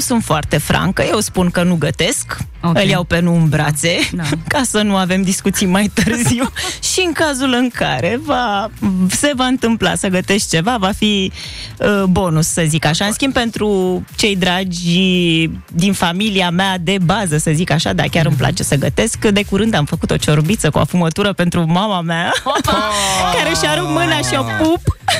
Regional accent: Focșani, Vrancea County, Romania; La noi în Moldova, acolo, la Focșani, de unde sunt eu deloc, cum se zice, se mănâncă multă polenta

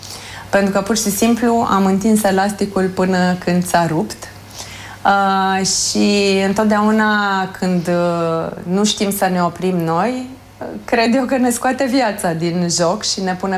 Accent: Romania; nu-mi pare rău că am rămas în țară și nu am plecat din România.

